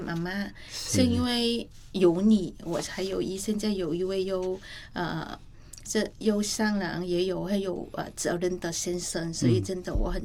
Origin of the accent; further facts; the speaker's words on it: Vietnam; Chinese is a second language; now in Taiwan; 是因为我们越南人是比较喜欢吃辣和酸的食物